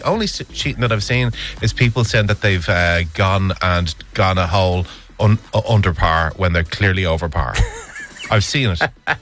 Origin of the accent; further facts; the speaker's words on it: Ireland; We're Irish.